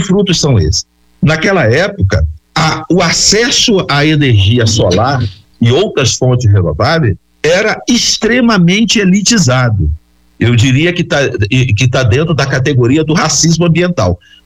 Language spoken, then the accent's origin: Portuguese; Altamira, Pará, Brazil; born or raised there